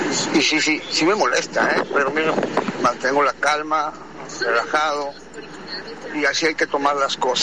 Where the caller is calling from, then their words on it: Mexico; todos somos mexicanos.